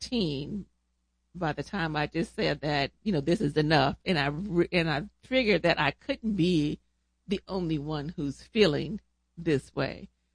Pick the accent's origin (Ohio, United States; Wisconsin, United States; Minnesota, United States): Ohio, United States; Toledo; now in Chattanooga, United States; I am originally from Toledo, Ohio. I'm residing now in Chattanooga, Tennessee with you.